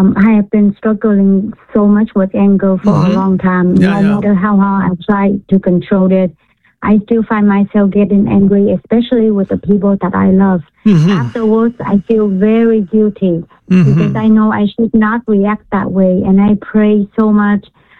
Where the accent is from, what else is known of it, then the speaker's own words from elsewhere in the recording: Vietnam; accent: Vietnamese; English is a second language; Yes, I am.